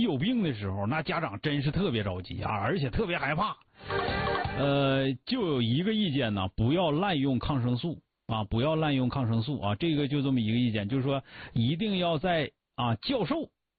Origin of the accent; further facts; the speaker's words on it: Northeast China, China; 反正我这我看着是咱们东北人，反正都粗了点，不像人家那么细致啊。